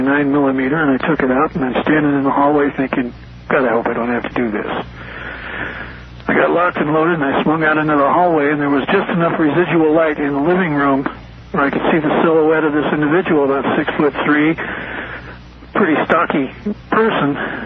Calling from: Sparks, Nevada, United States; I'm from, I'm in Sparks.

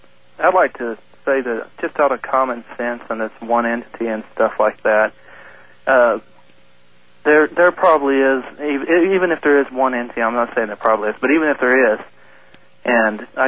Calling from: Everett, Washington, United States; Everett, Washington.

